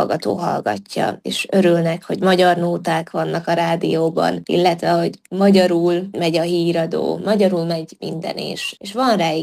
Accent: Vojvodina, Serbia; accent: Vojvodina Hungarian (closed e / középzárt e); én nem szégyellem egyáltalán, hogy én vajdasági vagyok

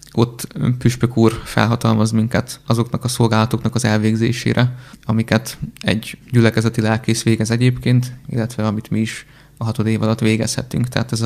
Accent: Fehérgyarmat, Szabolcs-Szatmár-Bereg, Hungary; now in Nyíregyháza, Hungary; mert én fehérgyarmati származású vagyok, de a szüleimmel már egy 10 éve felköltöztünk Nyíregyházára

